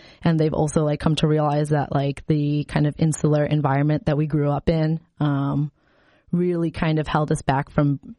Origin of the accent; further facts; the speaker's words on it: Chicago, Illinois, United States; also born or lived in Indiana, United States; Like I grew up in Chicago and we had moved to a rural, very rural town in Indiana.